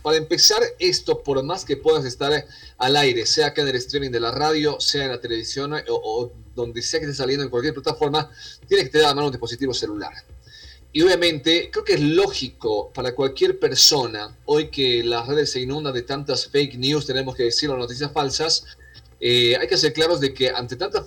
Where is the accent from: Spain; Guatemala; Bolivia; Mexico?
Bolivia; nosotros como bolivianos, los medios bolivianos se basan en los medios internacionales